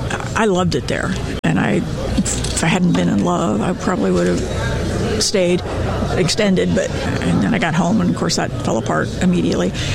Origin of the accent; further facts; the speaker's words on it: Washington, United States; moved away as an adult; also born or lived in Oregon; now in Ohio, United States; I was born in Oregon. Grew up in Washington, Western Washington, joined the Air Force right out of high school at the tail end of Vietnam in 73. Have not lived back there since.